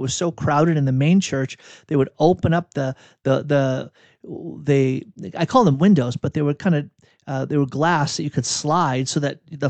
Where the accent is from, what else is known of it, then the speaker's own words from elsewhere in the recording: Burlington, Massachusetts, United States; I grew up outside of Boston, a town called Burlington.